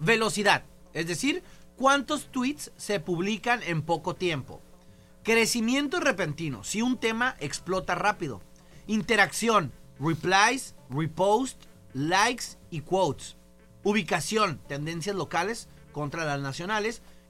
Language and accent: Spanish; Mexico; nosotros somos mexicanos